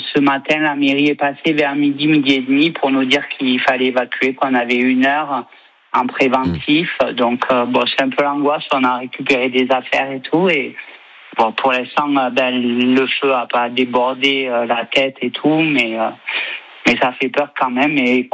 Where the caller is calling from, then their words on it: Corbère, Occitanie, France; j'habite à 800 mètres à peu près de Corbère. On a un mas au milieu des amandiers